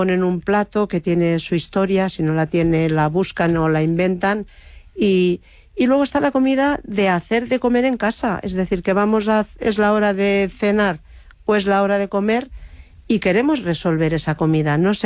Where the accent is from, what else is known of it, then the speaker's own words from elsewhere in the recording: Lleida, Catalonia, Spain; Y yo soy de Lleida, entonces el día que hay un nubarrón ya estamos preparando las bolsas y las botas para ir a por caracoles.